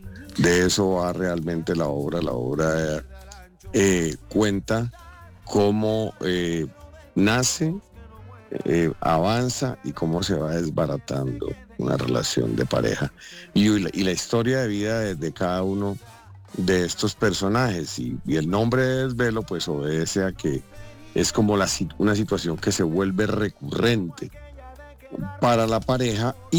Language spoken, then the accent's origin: Spanish; Tocaima, Cundinamarca, Colombia; yo soy de un pueblo, yo soy de Tocaima.